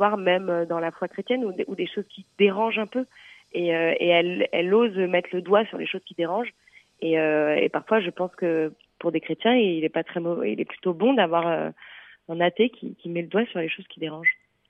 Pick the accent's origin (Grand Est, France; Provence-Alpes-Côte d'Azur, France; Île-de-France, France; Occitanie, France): Île-de-France, France; Paris; Et puis je suis parisienne, donc je vois le Sacré-Cœur de Montmartre